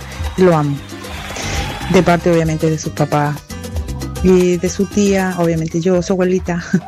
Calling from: Osorno, Los Lagos, Chile; nosotros vinimos de Osorno con mi hija.

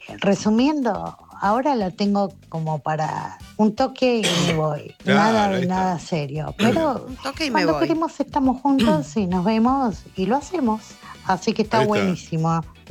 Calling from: Munro, Buenos Aires Province, Argentina; de Munro.

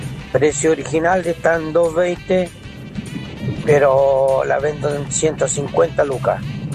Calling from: Los Ángeles, Biobío, Chile; Soy de Los Ángeles, por si acaso.

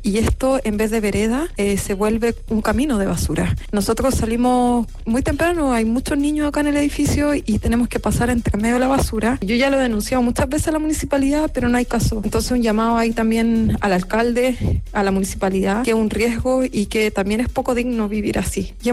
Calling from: Santiago, Santiago Metropolitan Region, Chile; yo vivo en Avenida Mata con Santiago

